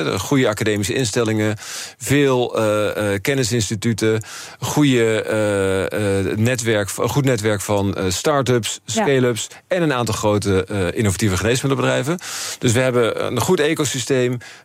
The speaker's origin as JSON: {"language": "Dutch", "country": "Netherlands", "said": "ik ben natuurlijk Nederlander."}